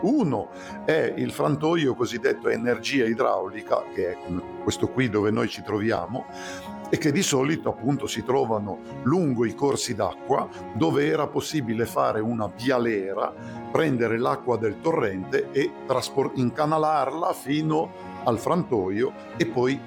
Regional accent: Liguria, Italy

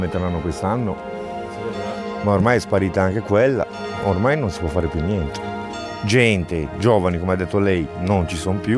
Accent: Romania; Italian is a second language; Cioè, io parlo io che sono rumeno

